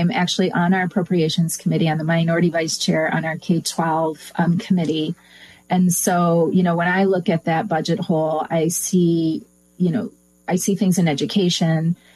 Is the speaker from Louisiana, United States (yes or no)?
no; Michigan, United States; So I grew up in West Michigan